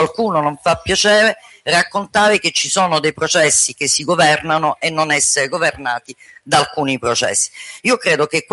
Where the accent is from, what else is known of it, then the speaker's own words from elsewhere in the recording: Calabria, Italy; siamo da calabrese